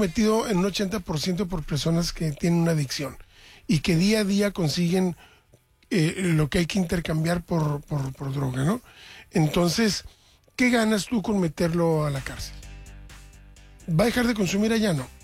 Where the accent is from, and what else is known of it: Mexico